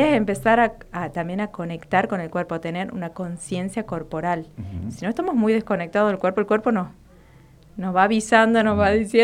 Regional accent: Tucumán, Argentina; moved away as an adult; now in Catamarca, Argentina

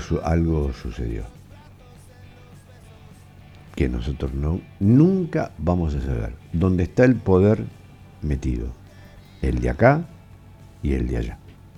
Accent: Argentina

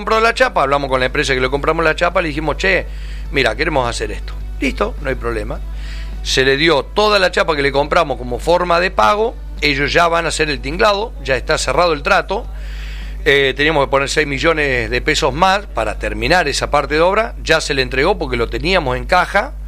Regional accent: Argentina; me gusta jugar al truco, ¿viste? Como todo argentino.

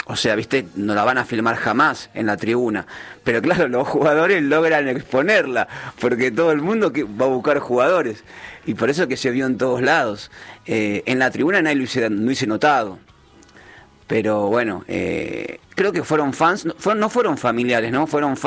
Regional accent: Argentina; al margen de que somos argentinos y nos puede caer antipático

